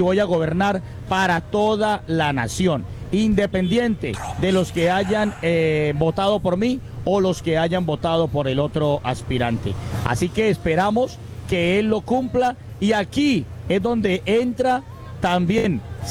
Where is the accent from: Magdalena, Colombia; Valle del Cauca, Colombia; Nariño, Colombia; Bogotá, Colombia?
Valle del Cauca, Colombia; Cali; yo como caleño